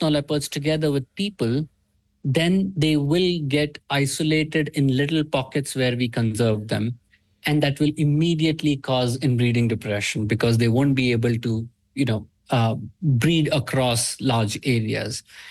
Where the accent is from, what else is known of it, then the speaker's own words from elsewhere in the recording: Maharashtra, India; English is a second language; now in Bangalore, India; I'm from Central India, the state of Maharashtra.